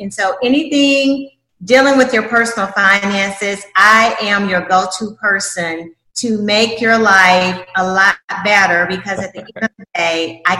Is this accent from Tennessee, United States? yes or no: yes; Chattanooga, Tennessee, United States; moved away as an adult; also born or lived in Atlanta, Georgia; I am of Chattanooga, Tennessee. Lived in Atlanta for 30 years before migrating back to my hometown, and I'm a graduate of the University of Tennessee